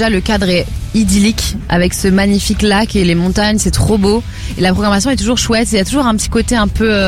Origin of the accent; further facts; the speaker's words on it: Lyon, Auvergne-Rhône-Alpes, France; Moi, je viens de Lyon.